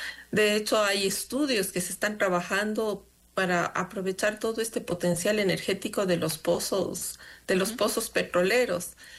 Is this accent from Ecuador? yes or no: yes; Ecuador; nosotros como ecuatorianos